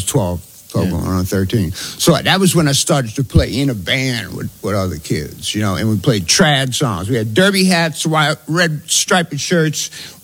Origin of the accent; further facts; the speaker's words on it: New Orleans, Louisiana, United States; Mid-city. Yeah, around Carlton and Banks, right in the middle of the city.